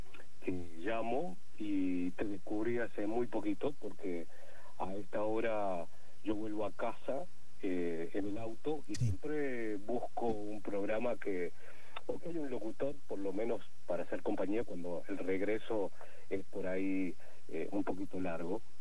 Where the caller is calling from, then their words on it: San Juan, Argentina; de San Juan.